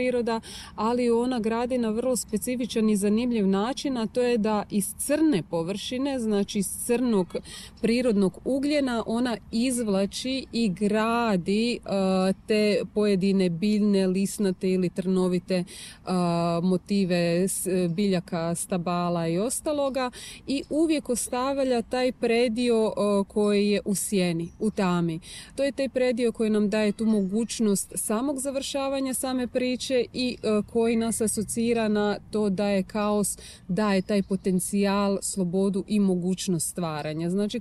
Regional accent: Croatia; mi kao Hrvati

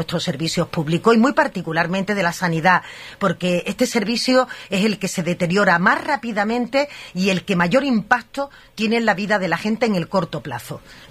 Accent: Andalusia, Spain; porque la visión del sur que traemos las personas que somos de Andalucía, igual que otros compañeros la traen de otras partes del territorio, enriquece, ¿no?, este debate.

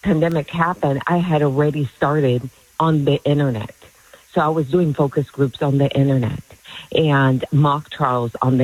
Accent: Alaska, United States; Yes, I grew up in Alaska.

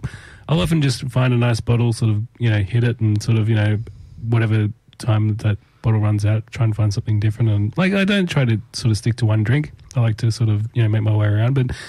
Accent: Tamworth, New South Wales, Australia; I grew up in Tamworth.

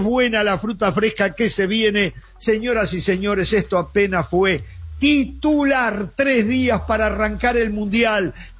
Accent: Uruguay

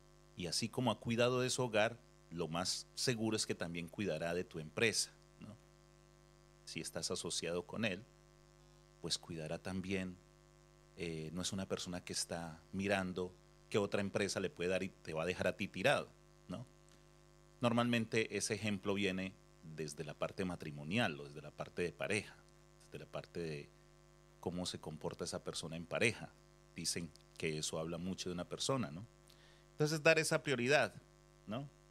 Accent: Cartago, Valle del Cauca, Colombia; él era de mi tierra, de Cartago Valle, Colombia

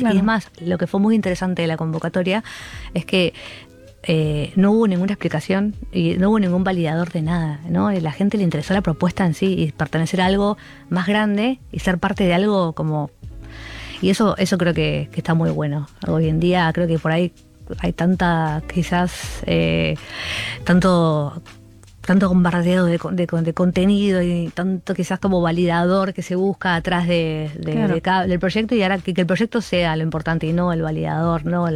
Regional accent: Buenos Aires, Argentina; born there; moved away as an adult; also born or lived in London; Yo nací en Buenos Aires.

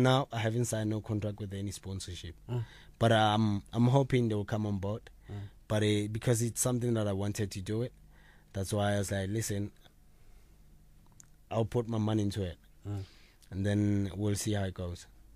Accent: United Kingdom; I'm managing fighters in the UK as I'm a British manager in boxing

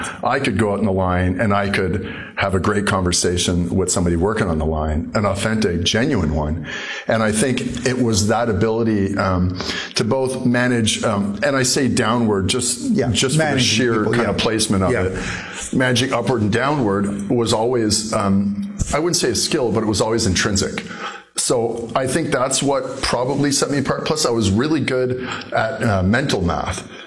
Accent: Edmonton, Alberta, Canada; also born or lived in Cape Breton; I was born in Cape Breton. So I was in Cape Breton until I was eight. And my father worked for, at the time, Gulf Oil. And Gulf Oil got bought by Petro-Canada. And we moved to Edmonton until I was 15.

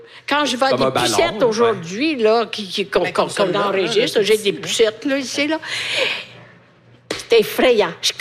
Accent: Italy; Chez nous, en Italie, il fait chaud.

